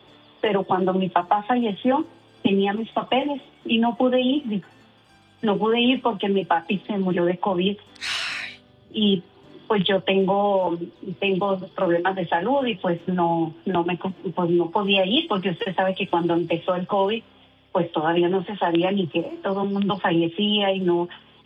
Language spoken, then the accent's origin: Spanish; Rubio, Chihuahua, Mexico; De Rubio. Un ladito de Ciudad Cuauhtémoc.